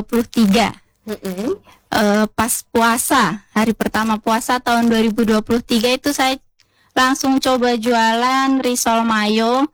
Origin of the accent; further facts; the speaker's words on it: Yogyakarta, Special Region of Yogyakarta, Indonesia; now in Kupang, Indonesia; Iya, bapak kecil itu karena suami dari Jogja, saya dari Jogja, Pak Lik itu kan bapak kecil.